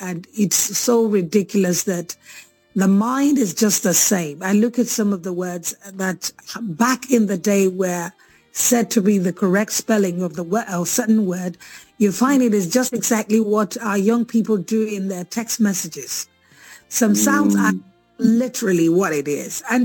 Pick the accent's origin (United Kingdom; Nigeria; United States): Nigeria